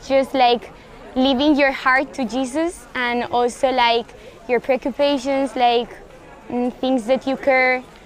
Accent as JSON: {"language": "English", "country": "Spain", "said": "from Spain and also from Japan."}